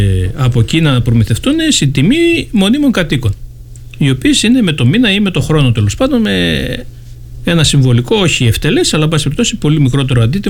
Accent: Giannitsa, Central Macedonia, Greece; Ζούμε σε μια επαρχιακή πόλη ή κομμόπολη με άλλα δεδομένα. Θυμάμαι ότι κάποτε είχα πει ότι είμαι από τα Γιάννητσά

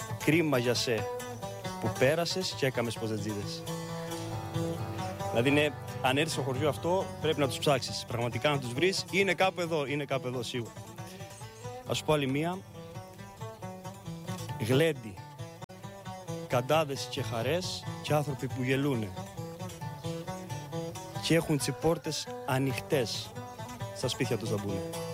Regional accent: Kavrochori, Crete, Greece; born or raised there

